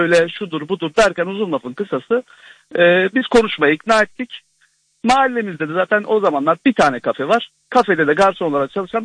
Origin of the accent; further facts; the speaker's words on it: Avcılar, Istanbul, Turkey; Bundan yaklaşık 20 sene kadar önce Avcılarlıyım ben. Avcılar'da oturuyoruz.